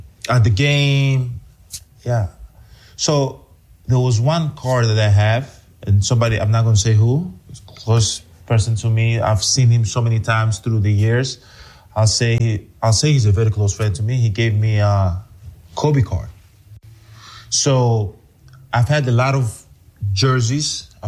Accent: Greece; moved away; I came from Greece. I didn't know what the cards was about.

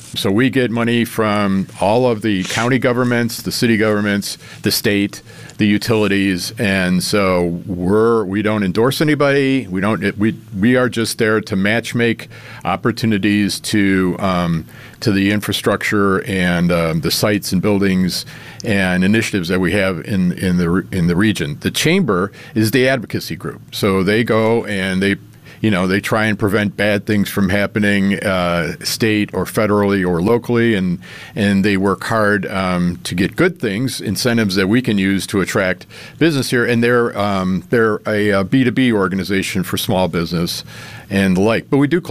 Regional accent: Buffalo, New York, United States; moved away as an adult; also born or lived in Washington, D.C. / Southwest Florida; I was born in Lovejoy area, went to school at Maryvale High School, got my undergrad and grad at University of Buffalo, got my MBA from there

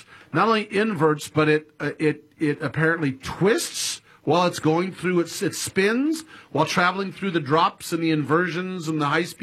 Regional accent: California, United States; obviously we're from California, and I have Southern California offices and a home down in Southern California and then Northern California.

